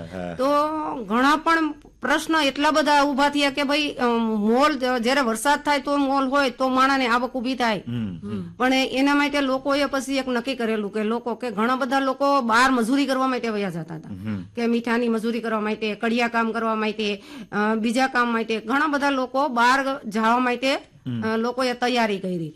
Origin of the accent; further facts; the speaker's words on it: Khirsara, Gujarat, India; અમારું ગામ છે ગામ ખીરસરા, એટલે અમારું 700 લોકોનું ગામ છે ને બહુ નાનું ગામ છે.